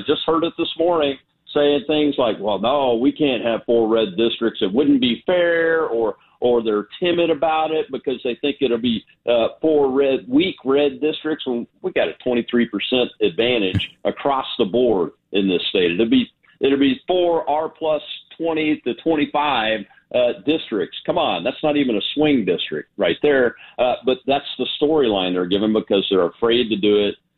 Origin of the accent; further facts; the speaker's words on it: United States; as an American